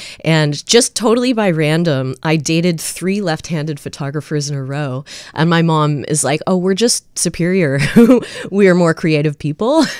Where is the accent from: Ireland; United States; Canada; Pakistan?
Canada; moved away; also born or lived in Australia; I started doing the show in Canada in 2024. And in the beginning, I self-described as Asian Canadian Australian.